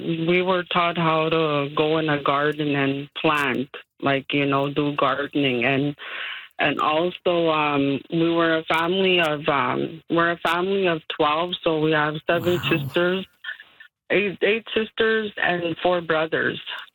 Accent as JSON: {"language": "English", "town": "Goodfish Lake", "region": "Alberta", "country": "Canada", "tie": "born or raised there", "said": "well, I'm originally from Goodfish Lake, Alberta."}